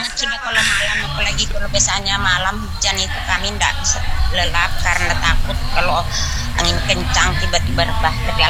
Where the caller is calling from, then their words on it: Samarinda, East Kalimantan, Indonesia; saya sebagai warga Samarinda